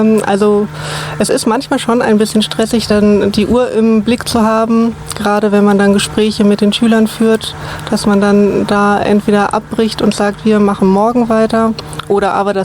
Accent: Göttingen, Lower Saxony, Germany; moved away as an adult; now in Germerode, Germany; ich bin in Göttingen geboren und aufgewachsen und bin dann vor ungefähr 8-9 Jahren hier nach Germerode gezogen

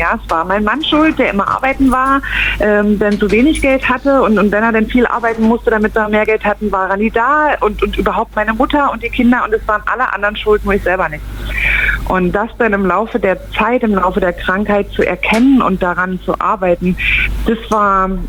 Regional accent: East Germany, Germany; Ich bin ein Kind des Ostens

